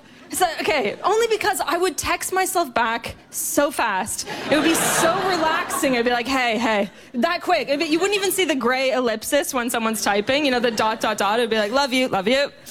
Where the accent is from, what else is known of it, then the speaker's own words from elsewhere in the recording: Canada; moved away; I'm from Canada.